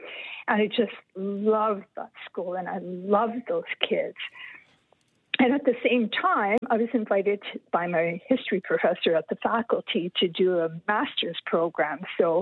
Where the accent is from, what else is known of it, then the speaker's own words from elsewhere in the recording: Canada; moved away as an adult; also born or lived in Rome; now I'm in my home country